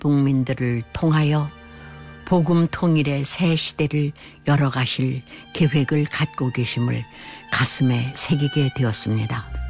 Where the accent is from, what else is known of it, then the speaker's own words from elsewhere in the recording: Onsong, North Hamgyong, North Korea; moved away as an adult; also born or lived in Pyongyang; 저는 1962년 평양에서 태어나 온성군에서 자랐습니다.